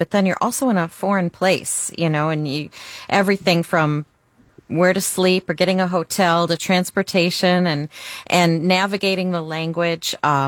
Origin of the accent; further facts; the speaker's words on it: New York, United States; now in Houston, United States; I grew up in New York